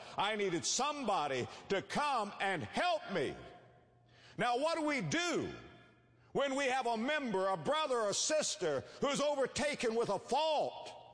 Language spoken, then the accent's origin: English; West Palm Beach, Florida, United States; I was raised in West Palm Beach, Florida.